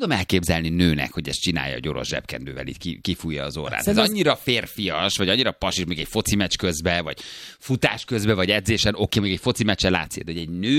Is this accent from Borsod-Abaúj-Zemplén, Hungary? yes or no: no; Nyíregyháza, Szabolcs-Szatmár-Bereg, Hungary; a köpés és a nyitott ajtónál pisilés egy nyíregyházi csajnak, érted? Ezek kiverik a biztosítékot.